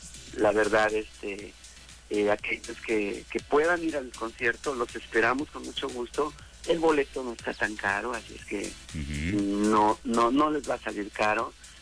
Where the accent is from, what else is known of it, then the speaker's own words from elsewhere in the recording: Mexico; platicamos nuestra forma de ser como mexicanos.